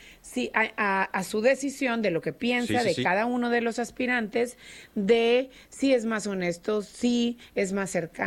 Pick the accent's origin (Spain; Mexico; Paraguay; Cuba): Mexico; Nuevo León; Necesitamos construir ese Nuevo León del que somos dignos los regios.